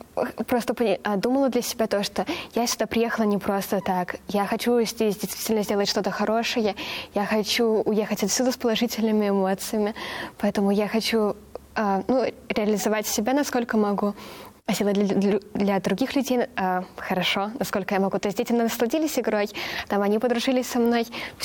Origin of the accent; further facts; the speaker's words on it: Mexico; Russian is a second language; Да, был момент, что мы такие девушки из Мексики очень много ныли.